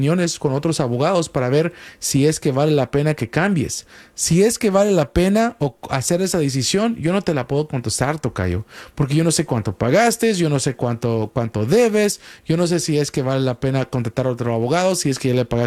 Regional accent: Chicago, Illinois, United States; soy de Chicago, yo soy

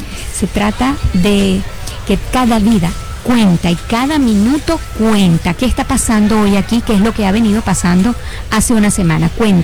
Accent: Venezuela; Yo me incluyo porque los oyentes y tú saben que soy venezolana

